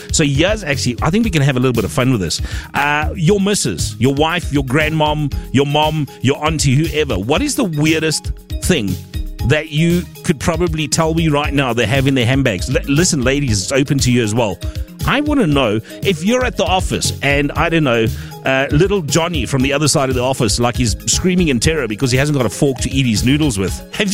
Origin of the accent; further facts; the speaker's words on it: Gauteng, South Africa; So I'm from the West Rand.